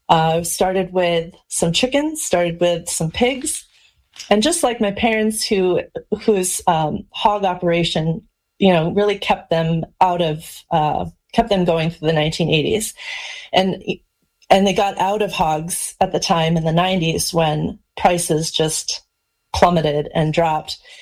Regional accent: Charles City, Iowa, United States; moved away as an adult; So I grew up here in Charles City, Iowa. We're in Northeast Iowa.

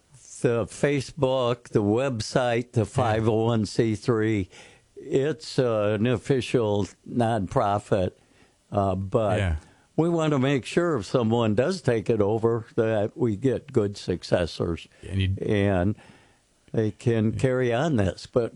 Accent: Grass Lake, Michigan, United States; also born or lived in Jackson, Michigan; I'm from Grass Lake

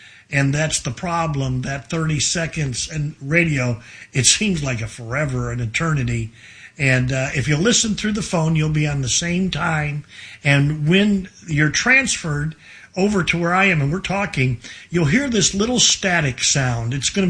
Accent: Detroit, Michigan, United States; I'm from Detroit, and I grew up there.

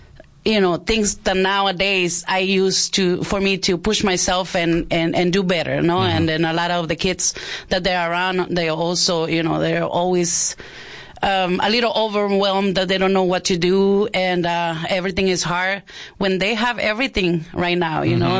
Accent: San Luis, Sonora, Mexico; moved away as an adult; now in United States; Well, I'm originally from San Luis, just across the border.

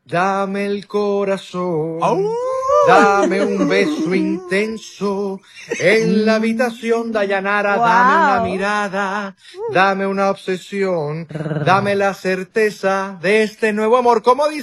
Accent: Venezuela; no solo los venezolanos, sino también ustedes

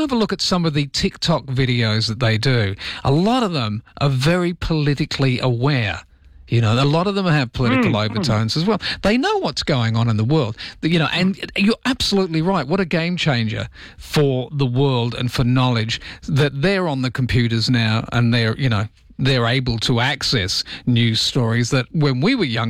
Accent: Perth, Western Australia, Australia; I remember looking on the front page of the newspaper when I was growing up in Perth at the age of 15 or 16

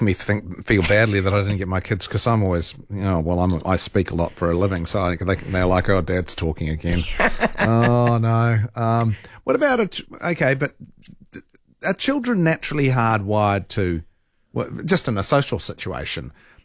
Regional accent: Rotorua, Bay of Plenty, New Zealand; when I was growing up in Rotorua, of course, I still remember.

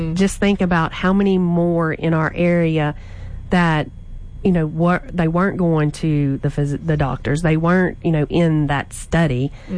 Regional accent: Logansport, Louisiana, United States; So we're going to Logansport tomorrow, which is my hometown, and we're kind of starting there.

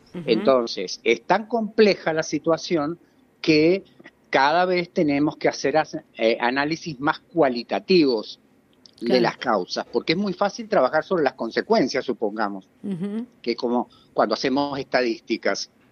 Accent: Argentina; Somos los 2 argentinos representantes en la comisión directiva.

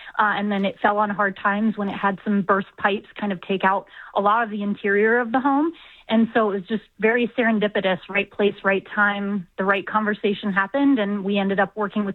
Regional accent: Columbus, Ohio, United States; born or raised there; also born or lived in Baltimore / San Francisco / Cincinnati / Chicago; now in Detroit, United States

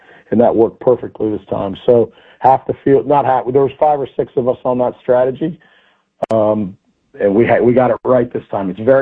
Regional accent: Columbus, Ohio, United States; I'm still from where I was born in Columbus, the east side of Columbus, Ohio, so 3 hours directly east from here, very similar to this town, very similar in the fact that we all seem to have to work for a living here no matter what, very Midwest

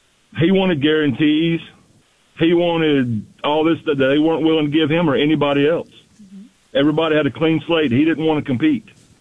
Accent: Florida, United States; now in Chelsea, United States; I'm from Florida, but I live in Chelsea.

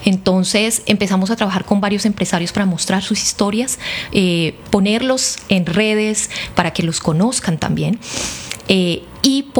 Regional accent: Cali, Valle del Cauca, Colombia; hay algo que nos representa como caleños, y es el monumento de la solidaridad.

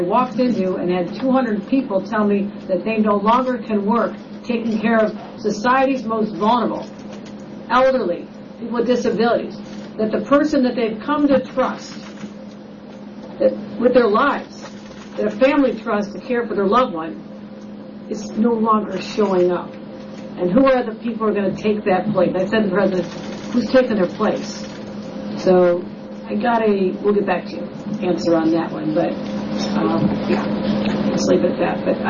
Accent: New York, United States; I, as a New Yorker, New York governor, with the legislature, provide for law enforcement

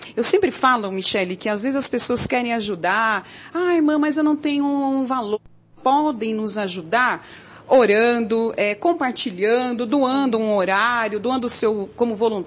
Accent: São Bernardo do Campo, São Paulo, Brazil; sou de São Bernardo do Campo.

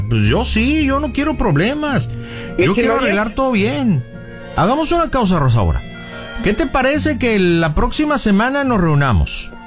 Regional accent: Jalisco, Mexico; Somos de Jalisco, pero no somos burros.

